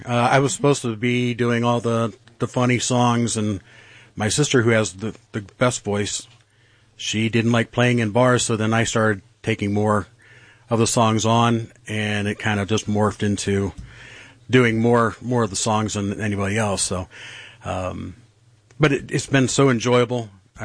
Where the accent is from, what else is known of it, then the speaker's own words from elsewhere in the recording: Akron, Ohio, United States; I'm from Akron originally, yes.